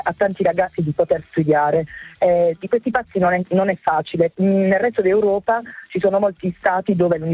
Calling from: Locorotondo, Apulia, Italy; sono di Loco Rotondo.

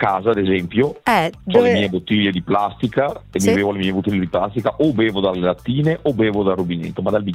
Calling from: Padua, Veneto, Italy; sono veneto

